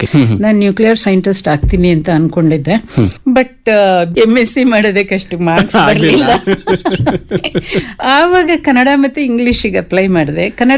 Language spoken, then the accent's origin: Kannada; Kodlipet, Karnataka, India; moved away; also born or lived in Mysore; ನಾನು ಚಿಕ್ಕನಲ್ಲಿ ಬೆಳೆದಿದ್ದು ಕೊಡ್ಲಿಪೇಟೆನಲ್ಲಿ, ಅಲ್ಲಿ ನಾನು ಕನ್ನಡ ಮೀಡಿಯಂ ಅಲ್ಲೇ ಇದ್ದಿದ್ದು.